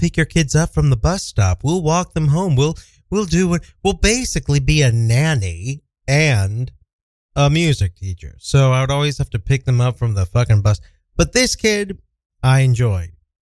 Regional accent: Kansas City, Missouri, United States; now in Brooklyn, United States; the truth of the matter is, I grew up in Kansas City.

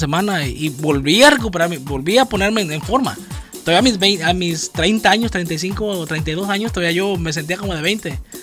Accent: Nayarit, Mexico; moved away; also born or lived in Jalisco; Yo siempre he dicho que soy de Nayarit, orgullosamente de Nayarit.

